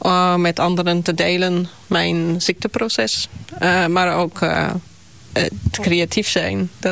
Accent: South Africa; moved away as an adult; now in Netherlands; Vanwege dat ik uit Zuid-Afrika kom. Ik werkte vroeger in een wilde reservaat in Zuid-Afrika.

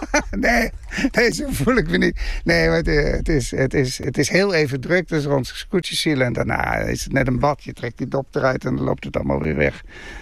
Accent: The Hague, South Holland, Netherlands; now in Beetsterzwaag, Netherlands; Hagenees.

